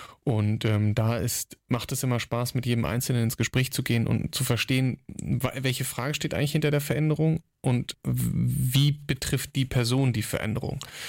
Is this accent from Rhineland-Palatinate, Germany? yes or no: no; Lower Saxony, Germany; weil ich bin ja auch aus der Region. Ich bin wahrscheinlich einer, der am nächsten mit seiner Familie an diesem Park dran wohnt